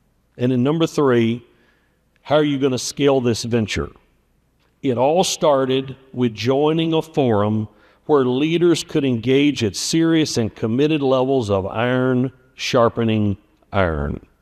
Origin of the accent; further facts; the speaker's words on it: Appalachia, United States; I grew up in Appalachia where gospel and country music reigned.